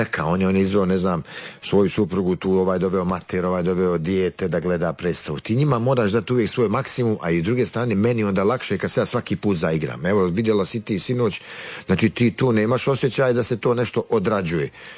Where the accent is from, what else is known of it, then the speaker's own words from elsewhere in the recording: Bosnia & Herzegovina; Jer kod nas u Bosni kaže ne valja se smijati, oplakat ćeš.